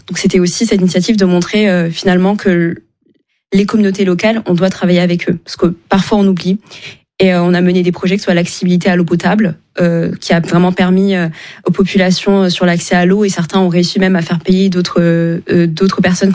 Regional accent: Chad; Je suis tchadienne, bien sûr. Mais je n'ai pas la science infuse sur tous les territoires du Tchad

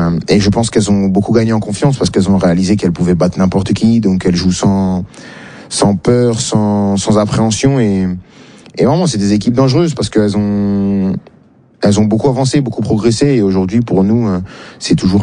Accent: France; born or raised there

